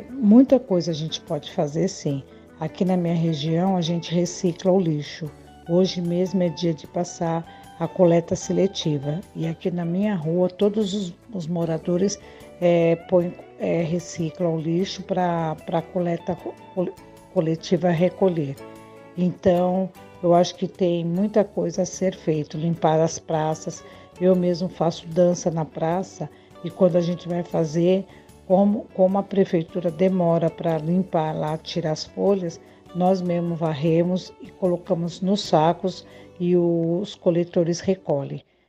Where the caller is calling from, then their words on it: São Paulo, Brazil; falo de São Paulo, capital, na Zona Norte, moro no bairro de Vila Medeiros.